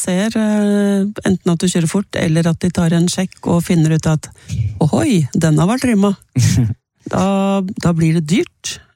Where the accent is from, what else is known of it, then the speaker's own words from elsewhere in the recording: Oslo, Norway; enn da jeg født og oppvokst i Oslo, og vet hvor ting ligger i forhold til hverandre